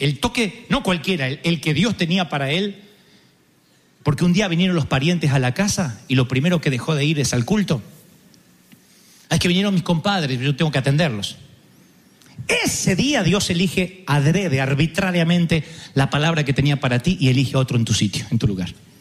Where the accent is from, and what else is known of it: Argentina